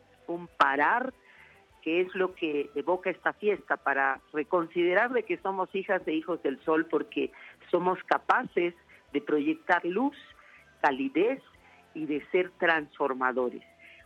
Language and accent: Spanish; Cusco, Peru